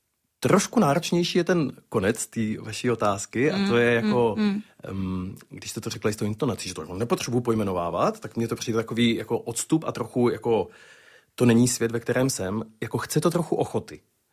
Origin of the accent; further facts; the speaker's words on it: Zlín Region, Czechia; A já jsem kluk z Valašska